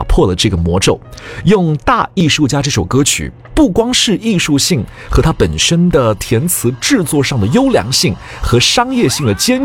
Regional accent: China

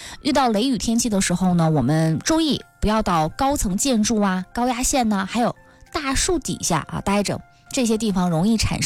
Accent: Northeast China, China

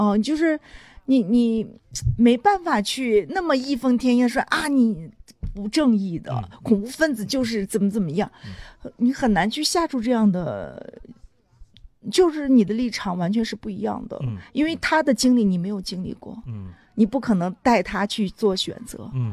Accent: China

